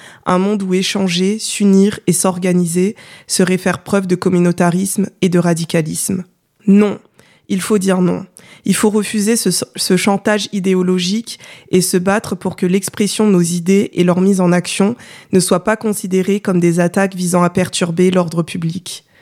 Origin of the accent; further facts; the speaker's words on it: Comoros; Je suis une personne afrodescendante. Je suis comorienne, française aussi de nationalité, mais racialement, ouais, je suis une personne noire.